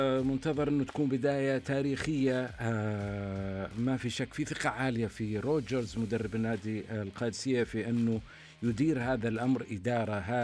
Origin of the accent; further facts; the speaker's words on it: Saudi Arabia; ونتمنى نحن جميعا الحقيقة كسعوديين